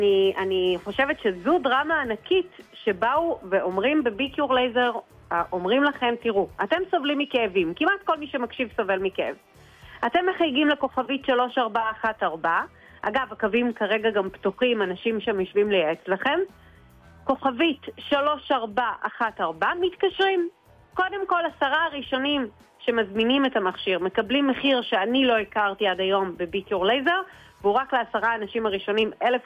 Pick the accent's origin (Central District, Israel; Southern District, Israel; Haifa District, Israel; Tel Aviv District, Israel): Haifa District, Israel; Haifa; וגם אני חיפאית